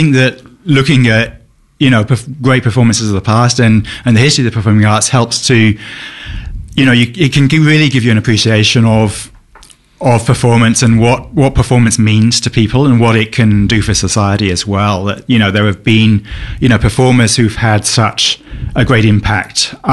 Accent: United Kingdom; moved away as an adult; now in Australia; I was from the UK, came out to Australia about 25 years ago.

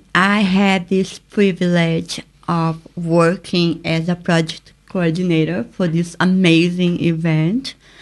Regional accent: Brazil; moved away; I am from Brazil.

